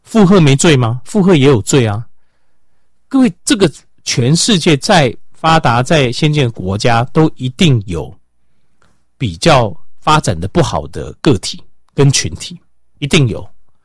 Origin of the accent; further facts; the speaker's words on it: Taiwan; 我们台湾人示范了一次